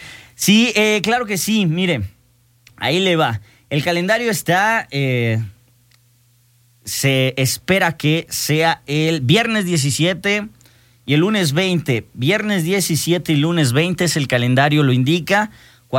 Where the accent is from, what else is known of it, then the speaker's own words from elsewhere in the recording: Mexico; Somos iguales, somos mexicanos